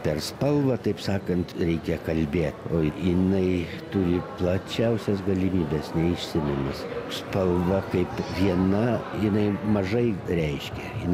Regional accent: Šiauliai, Šiauliai County, Lithuania; moved away as an adult; also born or lived in Kaunas; Jo, sovietmetis giliausias buvo ir išvažiavau į Kauną, iš Šiaulių.

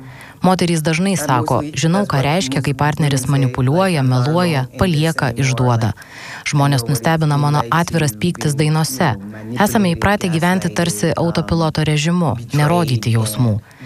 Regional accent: Comoros; Buvau aukščiausia mergina savo aplinkoje. Aš iš Komorų salų, žmonės ten neaukšti. O aš beveik 1,80 m.

